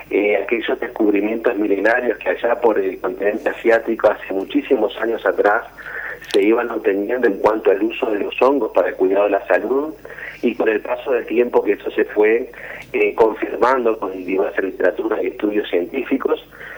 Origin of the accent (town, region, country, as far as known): Uruguay